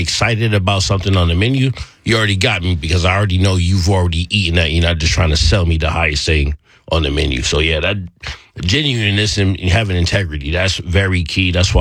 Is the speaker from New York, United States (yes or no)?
yes; New York, United States; Growing up in New York, you know, working after culinary school, working in New York City and going through, you know, Michelin restaurants.